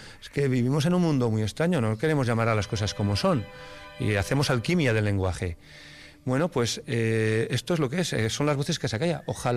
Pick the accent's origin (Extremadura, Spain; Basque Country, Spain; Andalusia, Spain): Basque Country, Spain; en mi pueblo hay tres órganos que uno no ha sonado nunca, yo no lo he conocido en estas últimas décadas, no me atrevo a decir en este último siglo, y teníamos dos, uno en Santa María de Amézua, hecho que es el único órgano romántico que existía en la Rioja Alavesa